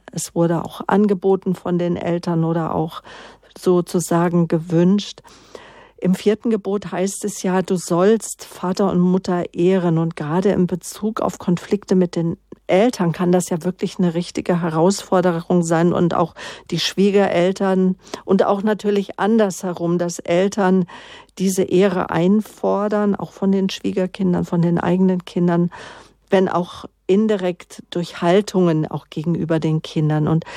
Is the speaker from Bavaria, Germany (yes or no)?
yes; Munich, Bavaria, Germany; Ja, genau, wenn ich mal wieder hinkomme hier als Münchner.